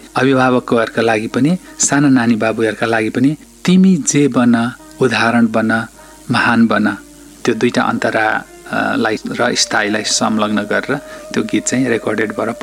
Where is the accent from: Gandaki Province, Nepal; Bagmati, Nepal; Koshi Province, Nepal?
Koshi Province, Nepal; Sano Dumma; म गाउँमै जन्मिएँ, हुर्केको, एकदमै गाउँ पनि टिपिकल गाउँ के, दूरदराज भनिन्छ नि नेपाली भाषामा। त्यस हिसाबले चाहिँ त्यो सानोदुम्माको गाउँघरमा जन्मिएको मान्छे हो, अब सामान्य परिवारमा।